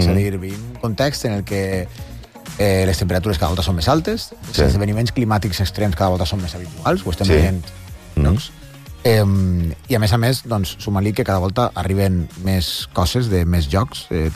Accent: Faura, Valencian Community, Spain; soc de València.

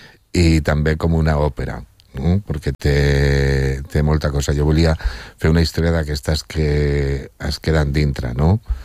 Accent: Córdoba, Andalusia, Spain; Catalan is a second language; moved away; also born or lived in Barcelona; Jo sóc de Còrdoba, però he viscut a Barcelona i m'agradaria provar de fer aquesta entrevista en català, encara que el meu català no és gaire bo del tot.

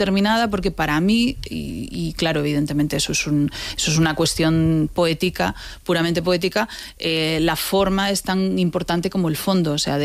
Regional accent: A Coruña, Galicia, Spain; Soy gallega, digámoslo, sí. Soy gallega. Gallega de A Coruña.

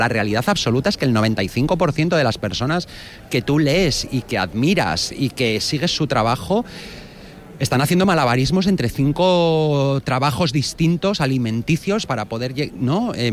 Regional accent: Bilbao, Basque Country, Spain; moved away; en el momento en el que tomo la decisión de volver a mi casa, de volver a mi tierra y volver a Bilbao

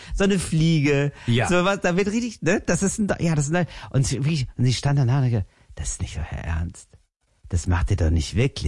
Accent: Germany; Aber das macht man nicht so gerne als Deutscher.

